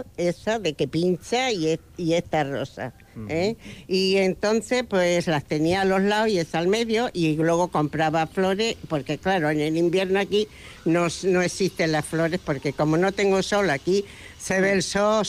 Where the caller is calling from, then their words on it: Extremadura, Spain; soy extremeña.